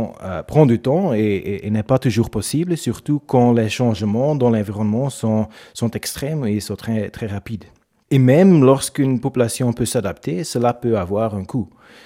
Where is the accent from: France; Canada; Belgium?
Belgium; moved away as an adult; comme je suis belge, c'est aussi très, très agréable de pouvoir revenir travailler en Belgique.